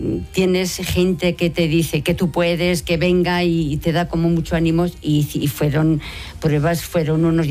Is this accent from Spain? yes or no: yes; Briviesca, Castile and León, Spain; Y yo soy de Burros, bueno, de Briviesca.